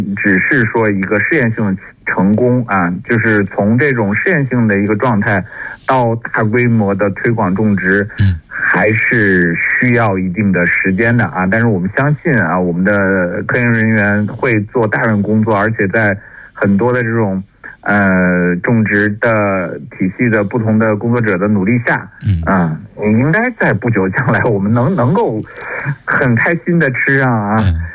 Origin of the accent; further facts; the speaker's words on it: China; 你看这是不是就是符合我们中国人这个想象中的咖啡的那个感觉啊，这就会越来越适合我们中国人的咖啡杯了。